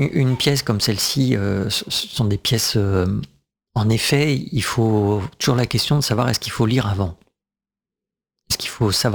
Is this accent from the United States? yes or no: no; France; en tant que blanche, française, européenne, j'ai le bon passeport